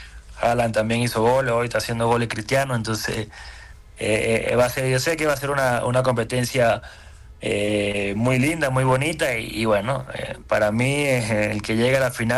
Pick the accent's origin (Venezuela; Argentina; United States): Venezuela; now in Bolivia; yo soy venezolano, yo viví cosas difíciles también en mi país